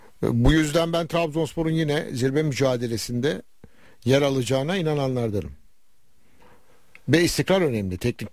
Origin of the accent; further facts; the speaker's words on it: Ankara, Turkey; Çünkü ben de Ankaralıyım.